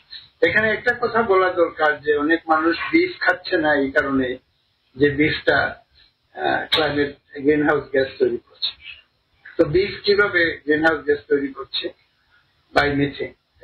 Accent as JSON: {"language": "Bangla", "country": "Bangladesh", "said": "আমি যেহেতু বাংলাদেশের মানুষ"}